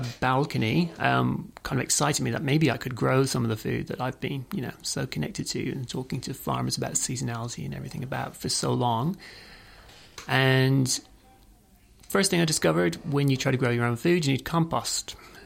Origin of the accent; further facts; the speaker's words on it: west of Ireland, Ireland; Well, I grew up in the west of Ireland, which no one can tell from my accent.